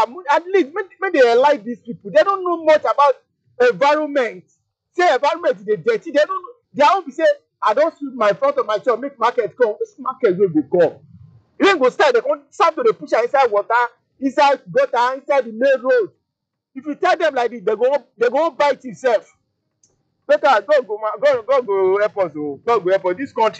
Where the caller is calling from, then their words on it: Nigeria; I'm part of Nigeria, I'm a Nigerian